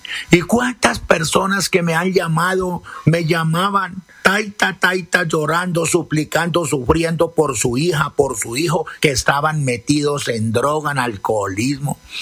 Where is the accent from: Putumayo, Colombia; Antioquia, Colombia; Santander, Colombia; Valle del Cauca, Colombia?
Putumayo, Colombia; yo soy propio indígena, legítimo indígena, auténtico, el indígena de la selva de Potomayo, Amazonas